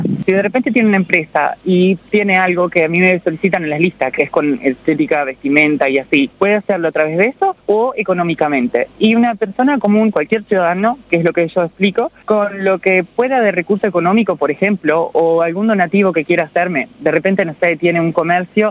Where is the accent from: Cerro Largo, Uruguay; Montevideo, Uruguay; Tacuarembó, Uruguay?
Cerro Largo, Uruguay; Melo; yo soy oriunda de Melo